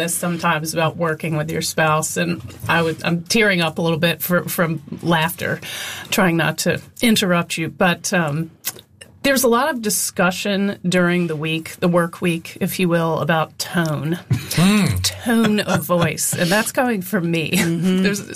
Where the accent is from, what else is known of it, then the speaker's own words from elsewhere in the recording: North Carolina, United States; and I grew up in North Carolina. And when I'm playing her, I'm really trying to be around my family that's from King, North Carolina, which is not a cosmopolitan area.